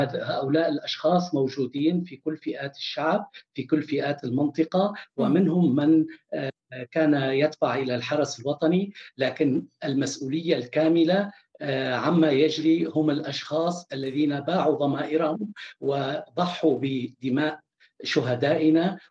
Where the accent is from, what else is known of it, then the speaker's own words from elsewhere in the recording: As-Suwayda Governorate, Syria; نعم أختي الكريمة، أنا ابن السويداء على تواصل اجتماعي مع كل الأخبار